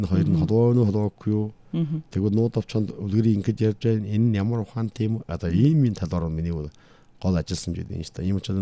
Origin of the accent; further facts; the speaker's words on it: Ordos, Inner Mongolia, China; За энэ намуа гэсэн үг бол манай хангийн гошунд байдаг.